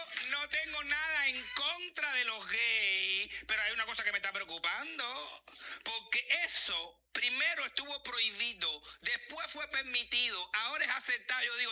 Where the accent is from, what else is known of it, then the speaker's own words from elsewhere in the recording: Cuba; Además, de donde yo vengo, de mi pool, de mi patria, de mi Cuba, todo era más fácil